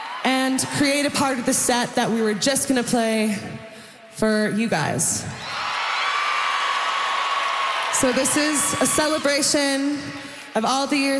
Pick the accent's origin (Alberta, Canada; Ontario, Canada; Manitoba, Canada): Ontario, Canada; Toronto; we'll never forget that we're Canadian girls. That we're girls from Toronto.